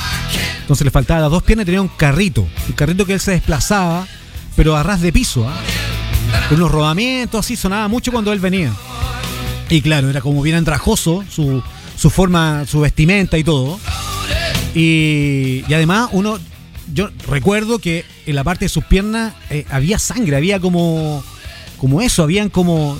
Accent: Tuniche, O'Higgins, Chile; allá donde fue mi infancia, en Tuniche, decían que la noche salía Cacho Coronta.

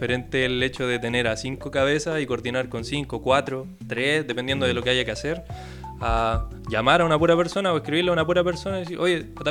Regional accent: Rancagua, O'Higgins, Chile; born there; now in San Bernardo, Chile; Pasa que yo no vivía aquí antes. Yo no nací acá, de hecho. ¿Cachai? Yo nací en Rancagua.

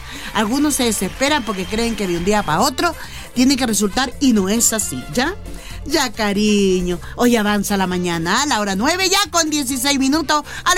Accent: Calama, Antofagasta, Chile; Nuestra ciudad de Calama.

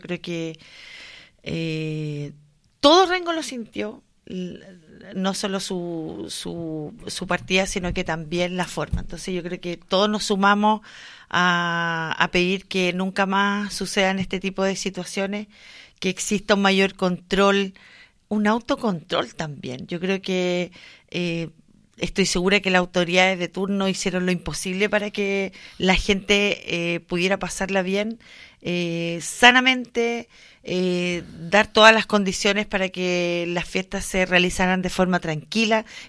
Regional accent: Rosario, Santa Fe, Argentina; lo lamento infinitamente, yo también soy una rosarina.

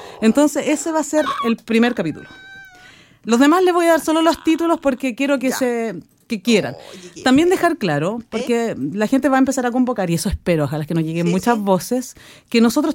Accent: Malloa, O'Higgins, Chile; yo soy de Mayoa toda la vida

